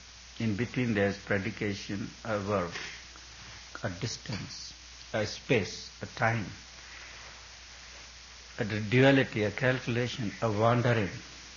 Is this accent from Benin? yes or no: no; India; English is a second language; moved away; I come from India, I don't know English.